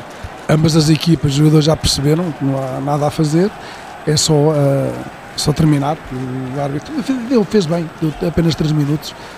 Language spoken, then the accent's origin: Portuguese; Viseu, Centro, Portugal; É que nós somos de Viseu. Estamos no interior